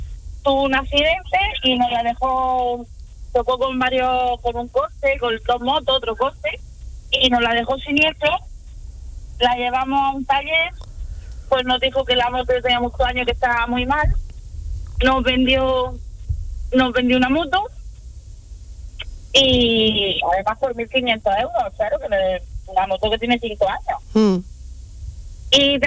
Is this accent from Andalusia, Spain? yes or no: yes; Almería, Andalusia, Spain